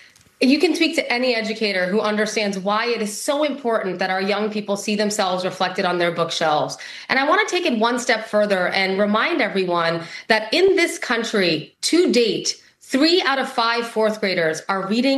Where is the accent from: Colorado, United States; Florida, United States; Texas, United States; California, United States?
Florida, United States; a healthcare program that has already impacted more than 400,000 Floridians here in my home state.